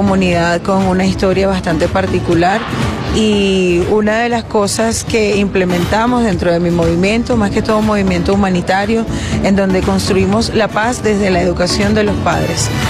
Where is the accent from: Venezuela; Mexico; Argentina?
Venezuela; Capital District; nací y me crié en la Cota 905